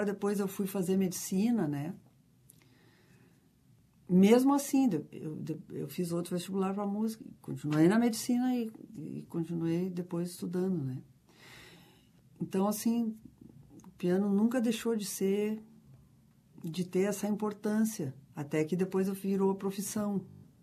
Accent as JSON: {"language": "Portuguese", "town": "Nova Prata", "region": "Rio Grande do Sul", "country": "Brazil", "also_born_or_lived": "Caxias do Sul / Porto Alegre", "moved": "yes", "said": "eu sou de Nova Prata."}